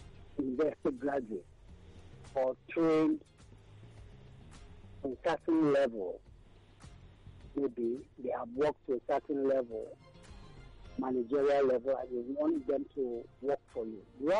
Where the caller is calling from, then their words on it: Ikotun, Lagos, Nigeria; I'm calling from Abaranja in Ikoti.